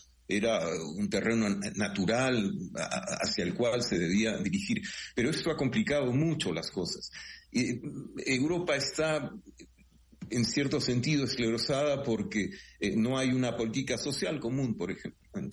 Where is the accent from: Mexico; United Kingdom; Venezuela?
United Kingdom; para mí, que soy británico